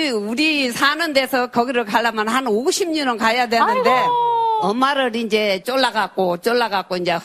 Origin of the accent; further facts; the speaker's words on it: Gokseong, South Jeolla, South Korea; 태어나기는 곡성에서 태어났습니다.